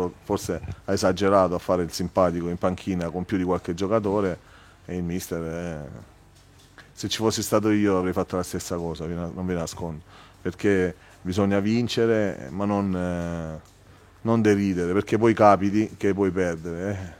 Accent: Lecce, Apulia, Italy; Io sono di Lecce

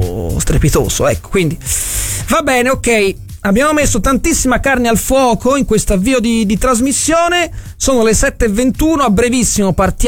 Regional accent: Florence, Tuscany, Italy; un orgoglio da fiorentino, da tifoso viola

